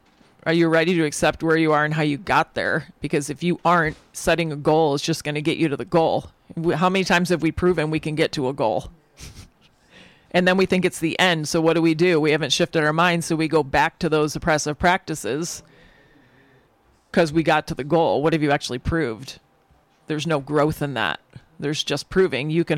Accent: Michigan, United States; but I grew up in Michigan, and after being in Miami and New Zealand, it was like, do I really want to go bac

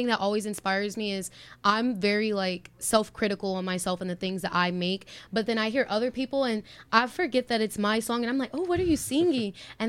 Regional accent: Illinois, United States; moved away as an adult; now in Racine, United States; So I'm actually from Illinois. I just moved out here to Wisconsin. Nice. In Racine about 2 years ago.

